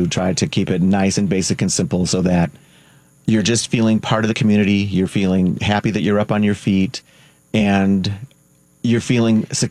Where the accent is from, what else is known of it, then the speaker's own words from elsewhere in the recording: Morton Grove, Illinois, United States; I grew up in Morton Grove. So